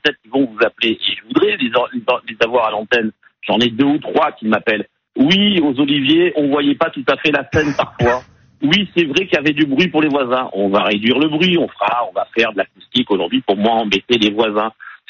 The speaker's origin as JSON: {"language": "French", "town": "Nice", "region": "Provence-Alpes-Côte d'Azur", "country": "France", "said": "je suis de Tignes, je suis devenu Cap de Croix, ma villa a été détruite du reste il y a longtemps, ma maison familiale."}